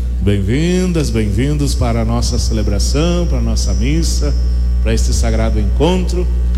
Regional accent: Rio Grande do Sul, Brazil; aquilo que nos identifica como gaúchos e gaúchas.

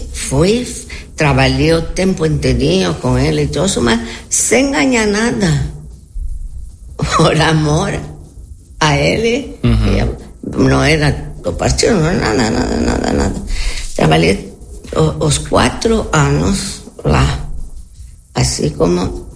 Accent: Argentina; Portuguese is a second language; now in Brazil; E naquela época eu vim, vim da Argentina, mas como eu não era naturalizada

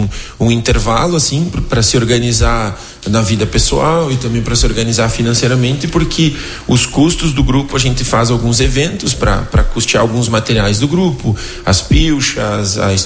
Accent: Brazil; a gente passa muito trabalho explicando que a gente é do Brasil.

